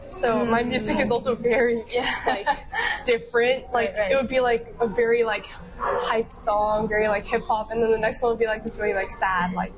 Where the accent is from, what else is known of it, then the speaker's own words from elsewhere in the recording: South Korea; also born or lived in Hong Kong; I go to SFS and I'm from Korea. I lived in Korea for 6 years and then I was living in Hong Kong before that.